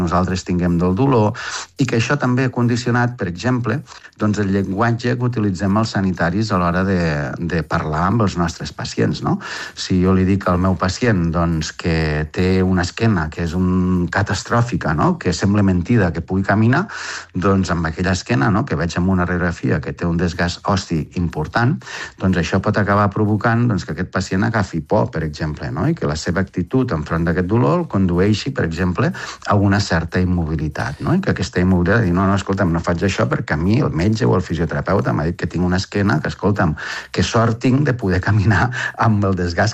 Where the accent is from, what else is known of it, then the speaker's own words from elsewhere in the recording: Balaguer, Catalonia, Spain; also born or lived in Barcelona; sóc d'aquestes que ja no sóc ni de Balaguer ni de Barcelona.